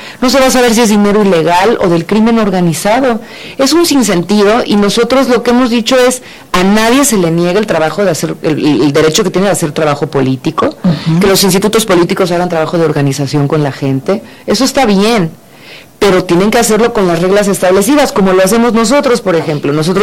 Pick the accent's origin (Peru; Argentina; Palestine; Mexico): Mexico; respetar la ley, que es el pacto social común que hoy nos une como mexicanos